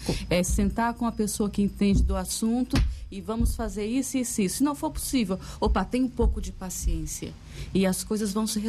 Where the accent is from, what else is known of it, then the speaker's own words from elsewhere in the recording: Fortaleza, Ceará, Brazil; moved away as an adult; now in Aveiro, Portugal; sou de Fortaleza, no Ceará, e estou aqui há 18 anos, já tenho 3 filhos nascidos aqui